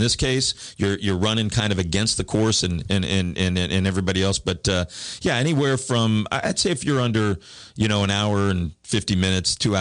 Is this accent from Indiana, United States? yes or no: yes; Bloomington, Indiana, United States; I'm from Bloomington.